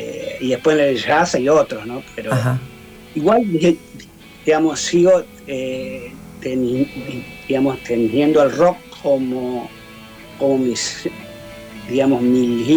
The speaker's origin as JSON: {"language": "Spanish", "country": "Argentina", "also_born_or_lived": "Brazil", "said": "Sí, medio argentino, medio brasileño."}